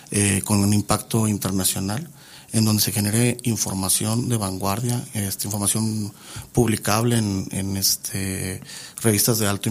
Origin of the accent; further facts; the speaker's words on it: Mexico; como mexicanos o como gente de acá del norte del continente